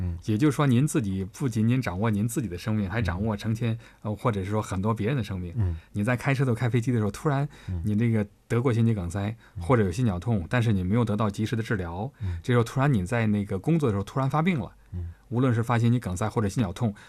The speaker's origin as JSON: {"language": "Chinese", "country": "China", "said": "就像我们中国人说叫窗户纸别捅破了，一捅破窗户纸就变成急转直下。"}